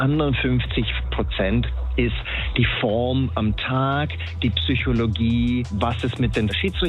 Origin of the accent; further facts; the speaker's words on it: Germany; als Deutscher